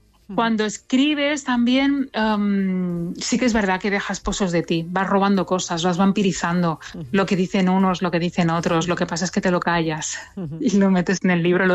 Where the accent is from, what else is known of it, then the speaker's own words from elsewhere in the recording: Andratx, Balearic Islands, Spain; born there; me encanta mi pueblo y volverá a salir Andratx también.